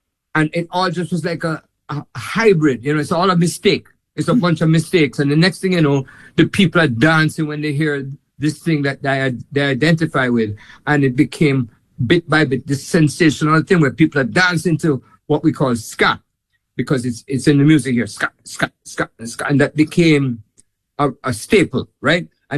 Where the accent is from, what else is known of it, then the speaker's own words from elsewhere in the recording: Jamaica; And they say, where are you from? And I said, Jamaica.